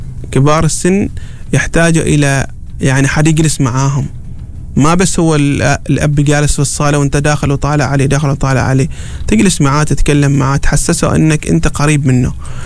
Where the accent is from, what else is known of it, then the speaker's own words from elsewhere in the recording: Oman; عندنا في عمان